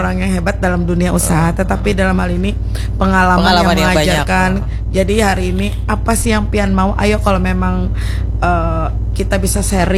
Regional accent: Banjar, South Kalimantan, Indonesia; Aku orang Banjar

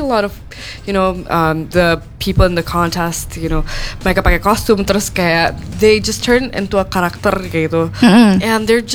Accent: Jakarta, Indonesia; Aku orang Jakarta.

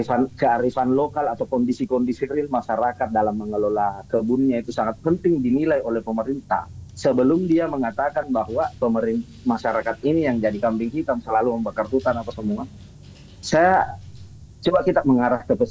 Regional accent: Sulawesi, Indonesia; Di sana kampung saya, di sana pulau saya, Pulau Sulawesi ada di sana.

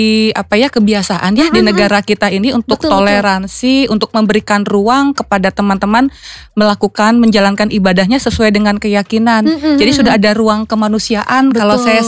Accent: Purwokerto, Central Java, Indonesia; also born or lived in Sumatra / Bandung; Saya asli dari Sumatera, yang tinggalnya di Bandung, sekarang besarnya di Purwokerto.

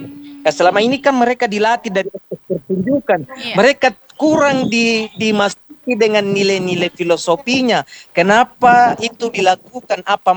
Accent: South Sulawesi, Indonesia; kita ini orang suku Makassar, kita ini orang Makassar, kita ini punya bangsa Makassar, kita punya kelong Mangkasara, kita punya aksara Mangkasara

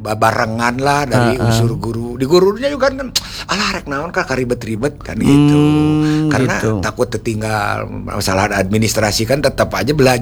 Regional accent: Bandung, West Java, Indonesia; Saya asli Bandung kan

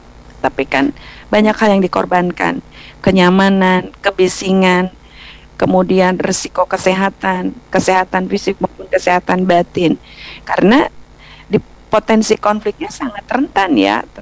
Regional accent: Ciamis, West Java, Indonesia; Ya, kemudian saya dari Ciamis itu adalah masyarakat balong. Jadi nunggadu lauk gitunya.

